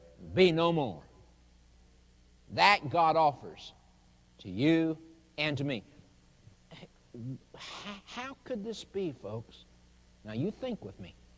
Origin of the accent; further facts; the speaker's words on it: Oklahoma, United States; I grew up in Oklahoma.